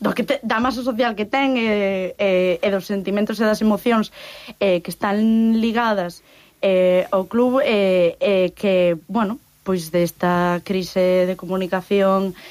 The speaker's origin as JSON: {"language": "Galician", "region": "Galicia", "country": "Spain", "said": "A ver, eu non son desta cidade, vale? Eu son do Barbanza, así que certo que eu de fútbol cero."}